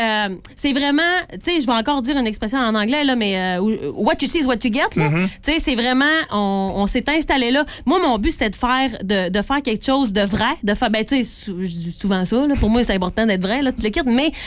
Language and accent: French; Quebec, Canada; il est venu me voir à quelques reprises. reprises chez nous au Lac-Saint-Jean.